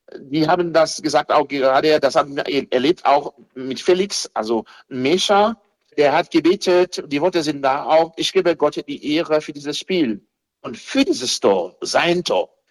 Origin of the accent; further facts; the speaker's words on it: Dominican Republic; Oder in der Karibik, Haiti, Domrepe, also mein Heimatland.